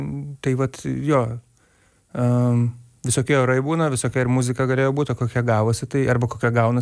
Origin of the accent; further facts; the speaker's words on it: Ukmergė, Vilnius County, Lithuania; kai aš augau Ukmergėjai